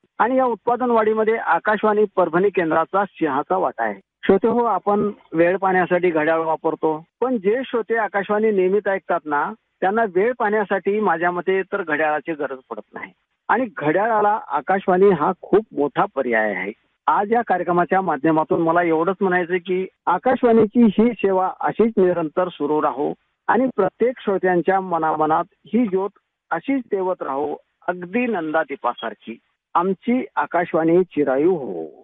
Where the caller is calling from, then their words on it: Walsangi, Maharashtra, India; राहणार वळसंगी, तालुका अहमदपूर, जिल्हा लातूर।